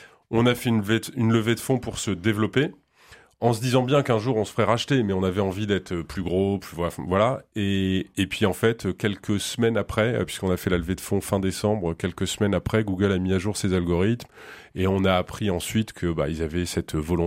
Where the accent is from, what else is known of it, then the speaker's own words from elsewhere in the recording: Hauts-de-France, France; accent: ch'ti; mais moi, je suis ch'ti.